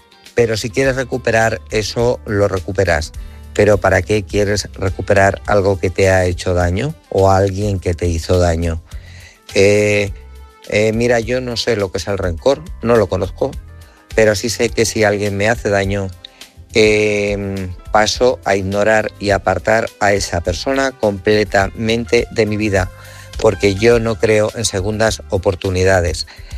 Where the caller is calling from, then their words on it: Guadalajara, Castilla-La Mancha, Spain; de Guadalajara.